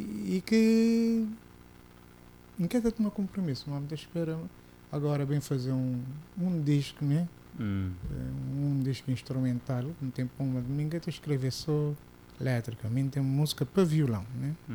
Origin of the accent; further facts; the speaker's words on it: Sal, Cape Verde; a minha é sala, eu sou um salgadinho mais salgado do que salgado